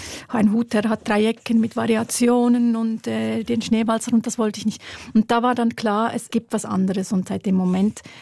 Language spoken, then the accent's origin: German; Wollerau, Schwyz, Switzerland; Ich komme aus einem kleinen Dorf. In Wollerau bin ich aufgewachsen, im Kanton Schwyz.